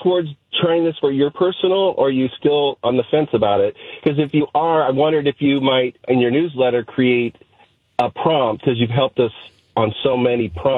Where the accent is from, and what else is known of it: California, United States; now in Michigan, United States